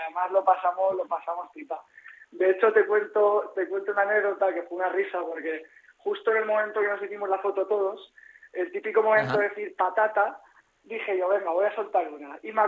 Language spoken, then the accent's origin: Spanish; Valencian Community, Spain; a mí, como valenciano y como arrocero